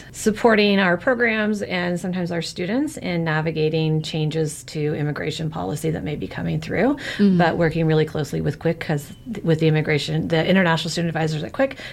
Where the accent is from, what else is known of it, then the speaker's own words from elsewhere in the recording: Kingston, Ontario, Canada; also born or lived in London, Ontario; So I grew up around Kingston, grew up north of the city, and then I spent about my undergraduate life and then about 11 years in London, Ontario.